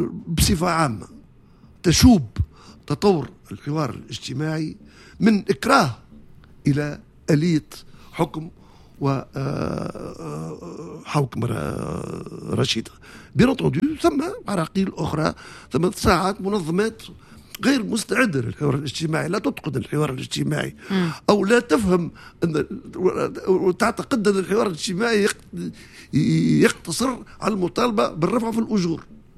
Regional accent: Tunisia; عندنا في تونس

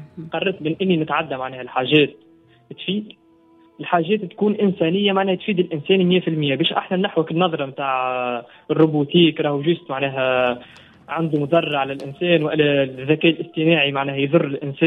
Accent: Tunisia; احنا عندنا في تونس

